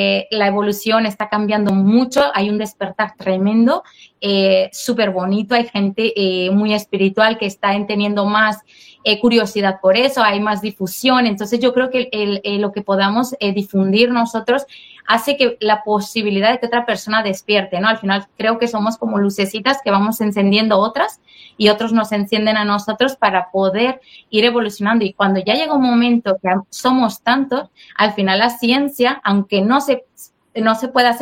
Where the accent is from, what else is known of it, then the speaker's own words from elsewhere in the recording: Mexico; yo soy mexicana, ¿vale?